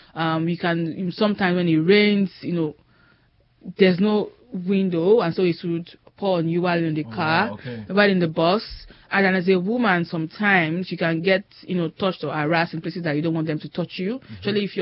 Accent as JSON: {"language": "English", "town": "Ibadan", "region": "Oyo", "country": "Nigeria", "tie": "born or raised there", "said": "Like, I grew up in Ibadan. I wasn't used to that hard life."}